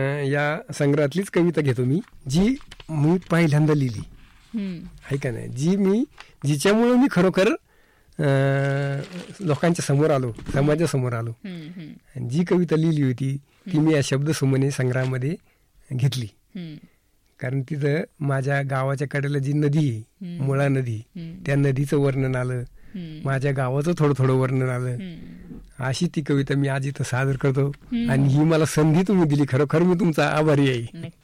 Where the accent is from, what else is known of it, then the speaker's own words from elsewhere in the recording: Nimbhari, Maharashtra, India; शानदार आहे असे गाव निंभारी आमचे. खरोखर आमचं गाव खरंच असे का जिथं नदी वाळून भरलेली आज, आणि ते आमचा खजिना आहे.